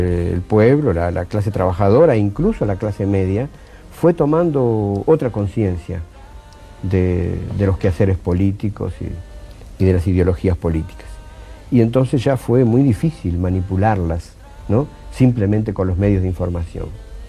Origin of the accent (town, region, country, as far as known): Uruguay; moved away as an adult